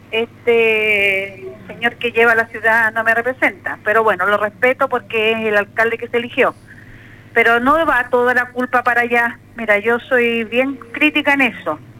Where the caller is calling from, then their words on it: Iquique, Tarapacá, Chile; Aquí donde yo vivo, que es parte del casco antiguo de la ciudad, somos puros iquiqueños, gracias a Dios. Gente oriunda de acá de Iquique